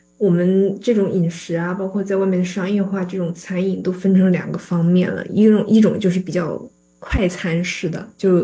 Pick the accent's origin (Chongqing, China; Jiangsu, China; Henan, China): Chongqing, China; now in Seattle, United States; 我是重庆人